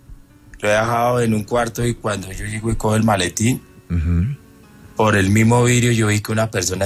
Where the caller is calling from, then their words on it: Madrid, Cundinamarca, Colombia; No, en Madrid, Cundinamarca.